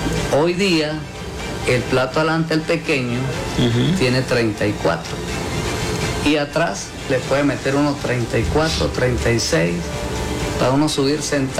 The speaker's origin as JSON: {"language": "Spanish", "town": "Santa Cruz de Mora", "region": "Mérida", "country": "Venezuela", "said": "de mi tierra, Santa Cruz de Mora."}